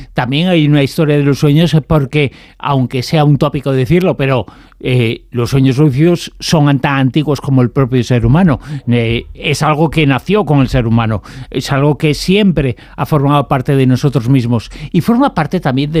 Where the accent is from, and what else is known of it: Spain